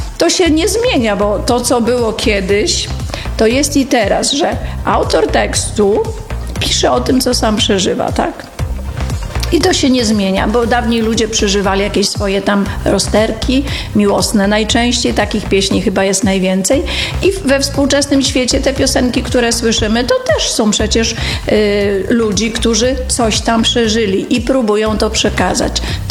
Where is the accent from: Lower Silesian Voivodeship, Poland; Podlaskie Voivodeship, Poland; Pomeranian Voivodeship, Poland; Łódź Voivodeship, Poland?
Podlaskie Voivodeship, Poland; Rudka Tartak; u nas w Rudce Tartak w parafii zawsze był chór.